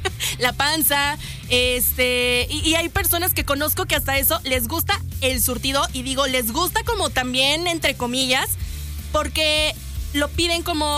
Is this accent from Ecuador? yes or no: no; Mexico; la verdad es que yo soy una mexicana tan patriota